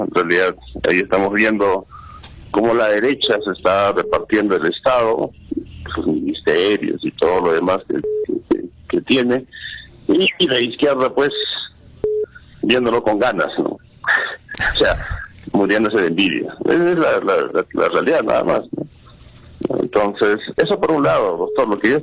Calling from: Juliaca, Puno, Peru; de Juliaca.

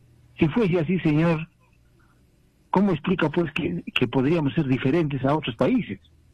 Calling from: Juliaca, Puno, Peru; de Juliaca.

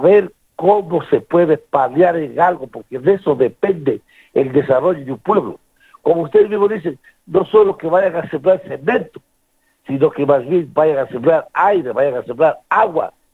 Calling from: Chuquiribamba, Loja, Ecuador; Chuquibamba, mi tierra.

